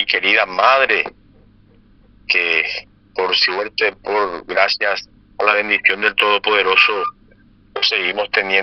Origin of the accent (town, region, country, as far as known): Paraguay